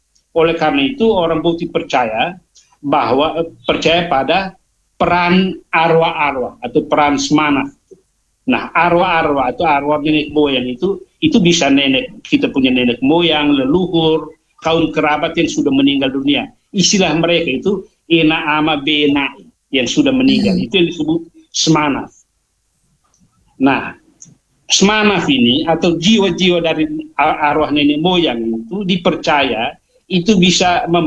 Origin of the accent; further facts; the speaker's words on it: East Nusa Tenggara, Indonesia; Nah, kita sekarang ini, Ibu, kalau kami orang Timur yang berbahasa Dawan, yang walaupun sudah beragama itu, menyebut Tuhan Allah itu dengan istilah Wisnu.